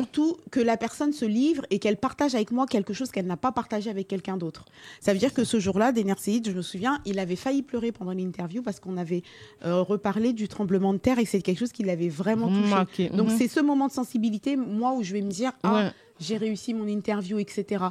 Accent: France; parce que sachant qu'en plus on vient de France, il fallait aller là-bas, un appartement, le billet

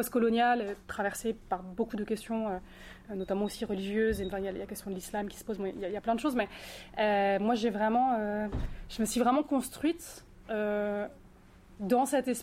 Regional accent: France; born there; je suis née en France, c'est-à-dire j'ai pas eu d'adoption transnationale dans un autre pays, etc. Mais en tout cas transraciale parce que j'étais adoptée dans une famille blanche.

